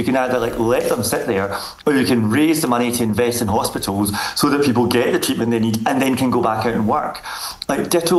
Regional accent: Scotland, United Kingdom; I'm from Scotland

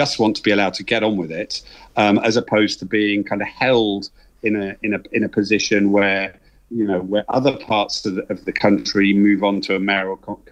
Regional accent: South West England, United Kingdom; Because we are Cornish

